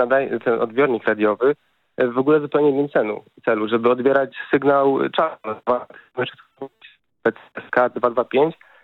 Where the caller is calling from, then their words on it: Warsaw, Masovian Voivodeship, Poland; dzwonię z Warszawy.